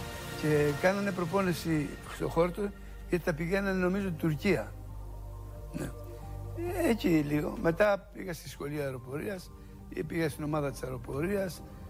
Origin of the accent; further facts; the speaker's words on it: Oropos, Attica, Greece; moved away as an adult; Το ξεκίνημά μου ήταν από το χωριό μου, τον Οροπό.